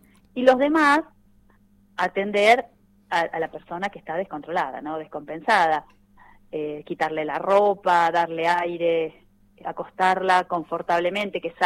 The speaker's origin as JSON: {"language": "Spanish", "country": "Argentina", "said": "La verdad que como argentinos lo vivimos muy muy visceralmente."}